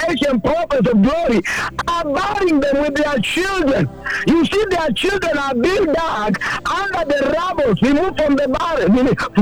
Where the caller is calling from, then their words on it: Nairobi, Kenya; I'm calling you from Kariobangi here in Nairobi.